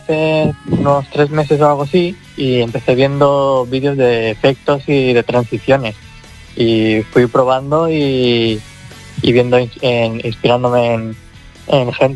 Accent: Castellón de la Plana, Valencian Community, Spain; Bueno, porque yo soy de Castellón

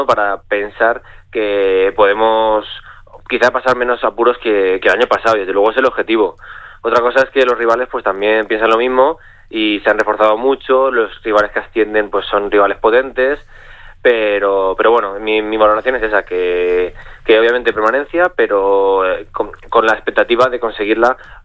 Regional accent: Madrid, Community of Madrid, Spain; yo que vengo de Madrid, a mí a la distancia de 10 minutos a Bueu, no me supone mucho

